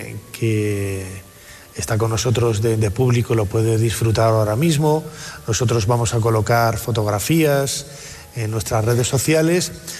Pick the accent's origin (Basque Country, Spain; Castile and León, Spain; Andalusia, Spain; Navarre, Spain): Castile and León, Spain; León; born there; moved away; also born or lived in Valladolid; Yo, por ejemplo, que nací en Castilla y León, en León, y viví muchos años en Valladolid